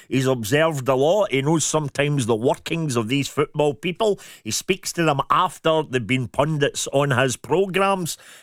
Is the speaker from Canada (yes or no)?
no; Scotland, United Kingdom; as Scottish folk always are